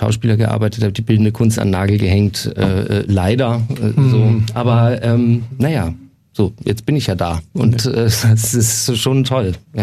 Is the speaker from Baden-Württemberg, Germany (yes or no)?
no; Nuremberg, Bavaria, Germany; now in Munich, Germany; Und ich als Nürnberger wollte mir mal ein eigenes Bild von der Stadt machen, weil es gibt ja so Vorurteile, ja, in Franken, ja.